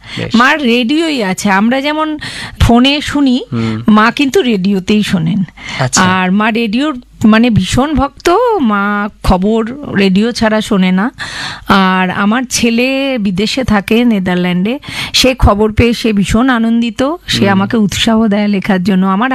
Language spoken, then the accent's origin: Bangla; Serampore, West Bengal, India; also born or lived in Behala, Kolkata; জন্ম সূত্রেই আমি শ্রীরামপুরে।